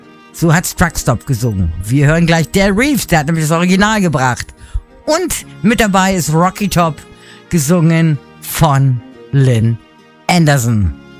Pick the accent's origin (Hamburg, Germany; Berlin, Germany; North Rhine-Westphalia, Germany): Hamburg, Germany; now in Hungary; Meine Heimatstadt Hamburg.